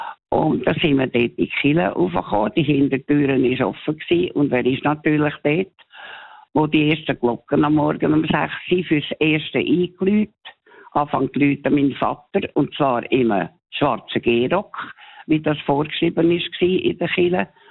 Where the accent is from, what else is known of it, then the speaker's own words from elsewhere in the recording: Zurich, Switzerland; Und ich bin in Oberstrasse aufgewachsen.